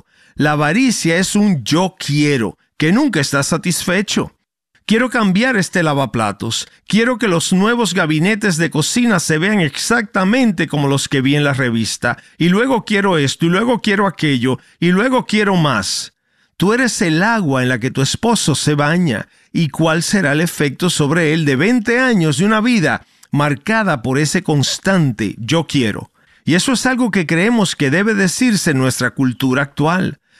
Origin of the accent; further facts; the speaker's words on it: Edinburgh, Scotland, United Kingdom; now in ?; crecí en Edimburgo, en la costa este de Escocia.